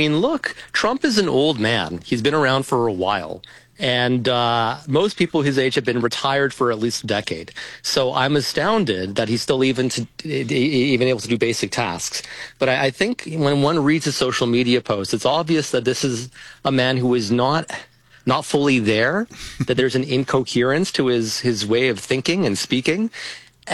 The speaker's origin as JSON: {"language": "English", "country": "Canada", "said": "I'm a Canadian who aligns with the conservatives in Canada"}